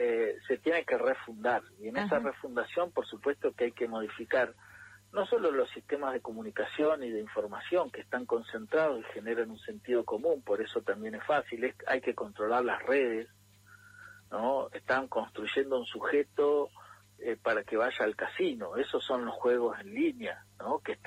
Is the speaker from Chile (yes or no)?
no; Argentina; somos argentinos